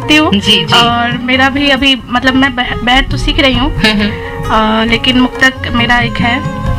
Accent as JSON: {"language": "Hindi", "region": "Bihar", "country": "India", "moved": "yes", "said": "proper मैं बिहार से हूँ और यहाँ मैं छात्र हूँ"}